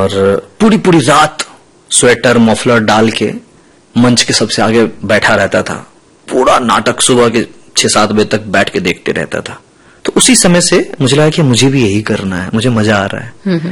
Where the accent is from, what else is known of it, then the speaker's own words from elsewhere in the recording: Bihar, India; क्योंकि मैं बिहार से हूं तो मेरे